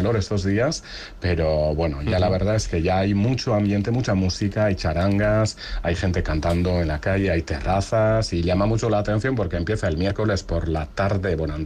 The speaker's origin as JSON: {"language": "Spanish", "region": "Nouvelle-Aquitaine", "country": "France", "said": "nosotros, como no somos de Bayona, sino que de Sempere y de otras localidades"}